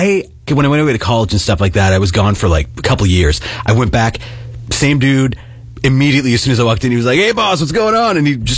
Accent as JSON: {"language": "English", "town": "Kemptville", "region": "Ontario", "country": "Canada", "tie": "born or raised there", "moved": "as an adult", "said": "when I was growing up in Kempville"}